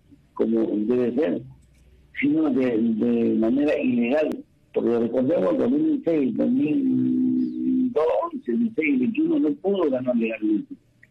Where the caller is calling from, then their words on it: Trujillo, La Libertad, Peru; buenos días desde Trujillo.